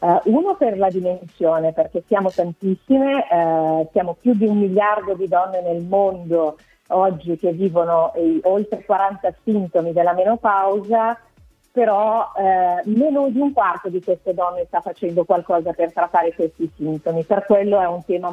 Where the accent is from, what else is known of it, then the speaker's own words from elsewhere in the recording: Brazil; now in Italy; Anche da brasiliana, come imprenditrice in Italia